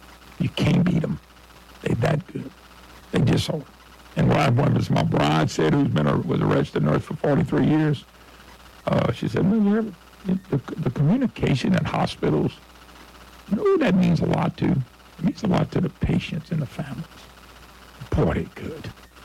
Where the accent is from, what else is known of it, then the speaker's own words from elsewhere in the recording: Baton Rouge, Louisiana, United States; born there; also born or lived in Monroe; Heck, I was born in Lady Lake in Baton Rouge. We lived in Monroe for 35 years.